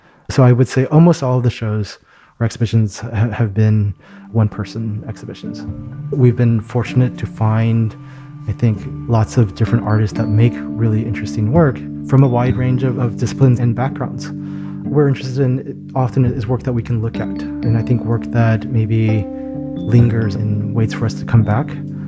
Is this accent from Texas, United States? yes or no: yes; Houston, Texas, United States; moved away as an adult; also born or lived in Chicago / Los Angeles; I grew up in Houston. I came to Chicago after high school. I went to school at a college in Chicago. Then I moved to Los Angeles for 4 years after college.